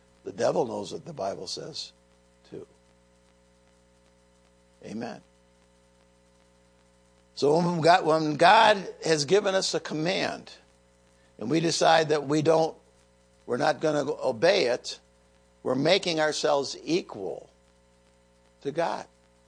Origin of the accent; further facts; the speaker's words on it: United States; So as an American